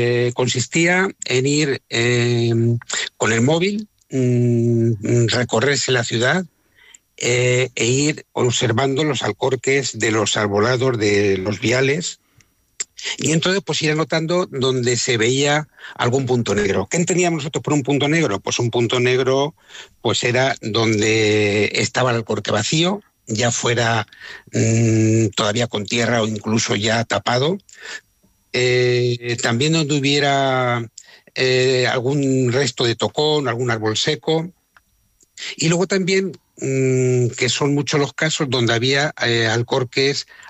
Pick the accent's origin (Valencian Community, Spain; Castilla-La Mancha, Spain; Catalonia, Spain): Castilla-La Mancha, Spain; Campo de Criptana; Soy de Campo de Cristana, también de Castilla-La Mancha, por supuesto.